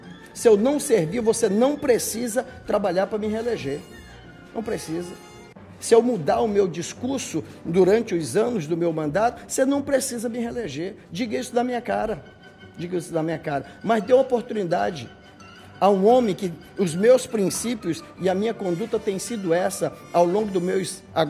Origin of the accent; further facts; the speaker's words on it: Roraima, Brazil; Eu sou de Roraima, então eu tenho que trabalhar pelo Estado de Roraima.